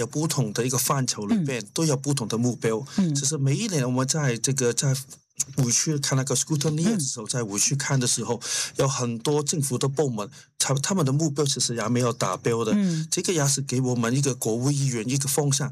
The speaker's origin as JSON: {"language": "Chinese", "country": "New Zealand", "said": "我们新西兰人不是福利很好吗？"}